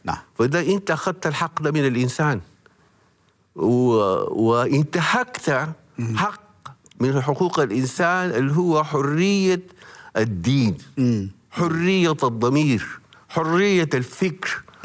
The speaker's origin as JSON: {"language": "Arabic", "country": "Sudan", "said": "نحن عندنا في السودان"}